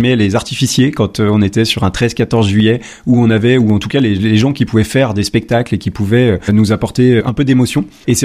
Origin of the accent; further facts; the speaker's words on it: Auvergne-Rhône-Alpes, France; now in Île-de-France, France; Alors moi je suis originaire du Rhône, donc après mon exil en Île-de-France